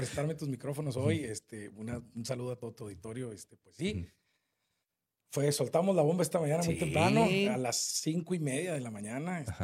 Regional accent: Chihuahua, Mexico

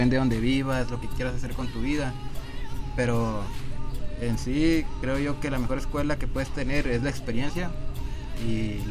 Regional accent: Palau, Coahuila, Mexico; como yo soy de Palau, en Palau pues es un pueblo chiquito

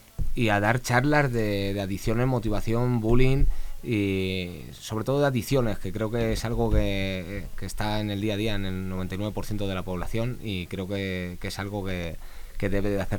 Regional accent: Sotillo de la Adrada, Castile and León, Spain; moved away as an adult; now in Honduras; yo vengo de, soy español, yo vengo de un pueblo en el corazón del Valle del Tietar que se llama Sotillo de la Grada

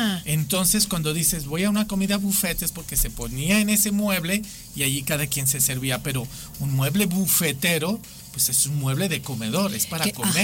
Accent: Mexico; yo, siendo mexicano, no estoy conociendo esto

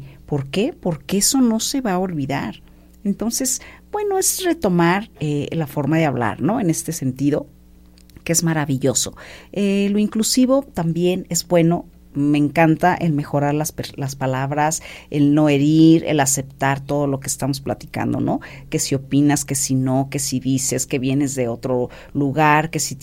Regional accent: Mexico; Somos aquí mexicanos

